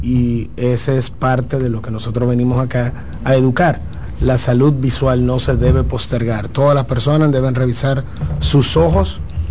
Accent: Dominican Republic; nosotros como dominicanos

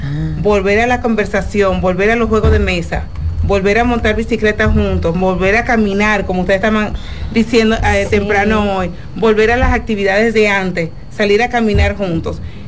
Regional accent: Dominican Republic; moved away as an adult; also born or lived in Pennsylvania, United States; yo soy dominicana y emigré a los Estados Unidos cuando tenía 25 años. Es decir, que viví gran parte de mi vida aquí con la calidez dominicana, la alegría dominicana, ya lo sabes. Entonces llego a los Estados Unidos, a una ciudad pequeña en Pensilvania

